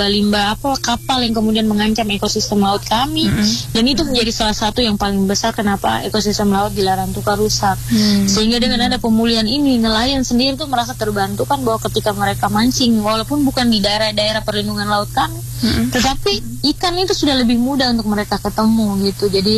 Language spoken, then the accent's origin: Indonesian; Larantuka, East Nusa Tenggara, Indonesia; di desa kami, di kelurahan kami di Larantuka